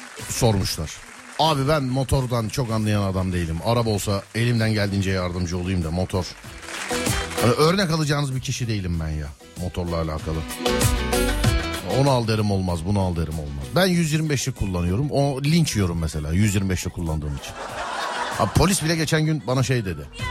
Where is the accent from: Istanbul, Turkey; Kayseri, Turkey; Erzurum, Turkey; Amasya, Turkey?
Istanbul, Turkey; Günde nereden baksan 2 saat kardayım bir İstanbullu olarak.